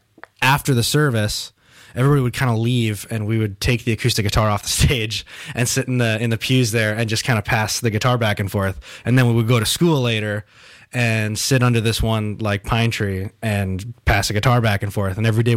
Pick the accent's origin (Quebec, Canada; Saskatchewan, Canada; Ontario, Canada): Saskatchewan, Canada; Prince Albert; We're a city, like in Prince Albert. Like